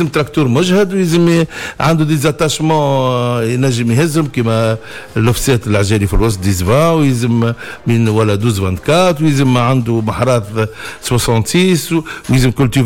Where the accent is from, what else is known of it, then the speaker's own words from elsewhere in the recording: Tunisia; عندنا في تونس